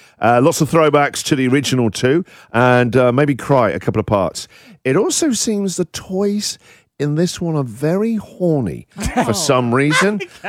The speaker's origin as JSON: {"language": "English", "country": "United Kingdom", "said": "You know, obviously as a British guy, love pomp and ceremony."}